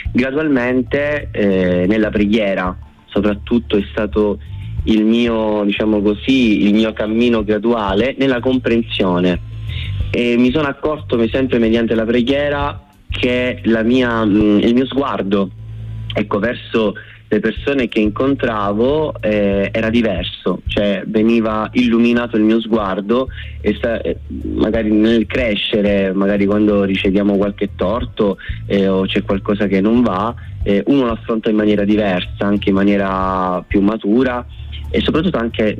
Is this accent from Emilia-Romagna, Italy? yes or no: no; Messina, Sicily, Italy; Io vengo da Messina, da un quartiere di nome Camaro San Paolo